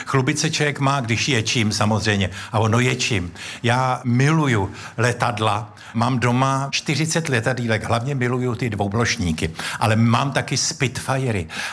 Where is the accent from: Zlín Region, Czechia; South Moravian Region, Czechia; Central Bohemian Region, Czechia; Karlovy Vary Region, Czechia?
South Moravian Region, Czechia; Ivanovice na Hané; born there; Já jsem se narodil jenom v Ivanovicích na Hané, ale i na to jsem pyšnej samozřejmě, že jsem Moravák a Hanák.